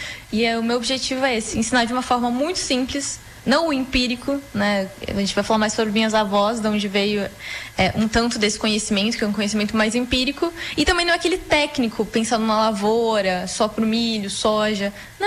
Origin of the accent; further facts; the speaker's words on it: Rio Grande do Sul, Brazil; Sim, não, eu cresci, a minha infância inteira foi no meio do mato, com os meus avós, porque eles moram, né, na roça que a gente fala, com milho, com soja